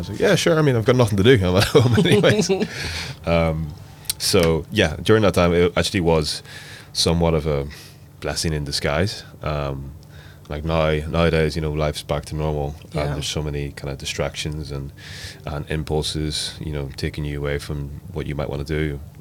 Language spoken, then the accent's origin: English; Belfast, Northern Ireland, United Kingdom; moved away; it's kind of the change that I was looking for from Belfast. Like, I still have a piece of my heart there for sure.